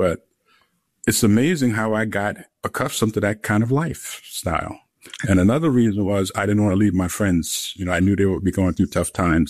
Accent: South Carolina, United States; Growing up in South Carolina, poor family, like we mentioned earlier, back of the bus days.

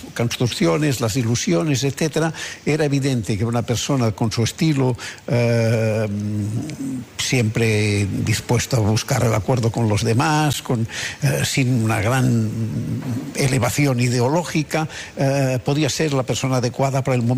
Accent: Catalonia, Spain; yo soy ciudadano de España, pero catalán

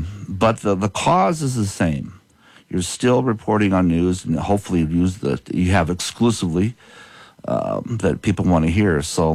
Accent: Michigan City, Indiana, United States; now in Pennsylvania, United States; And then start off my career all over Indiana at my hometown paper, Michigan City, Indiana.

